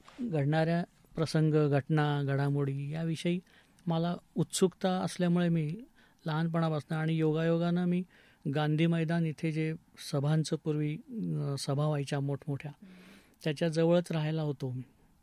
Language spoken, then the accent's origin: Marathi; Ahmednagar, Maharashtra, India; also born or lived in Khandesh; जवळजवळ 60 वर्ष मी या शहरात, मी आता लहानचा मोठा झालो